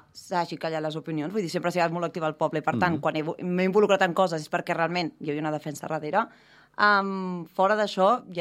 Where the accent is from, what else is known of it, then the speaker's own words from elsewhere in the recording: Sant Feliu de Codines, Catalonia, Spain; sí que soc nascuda a Sant Feliu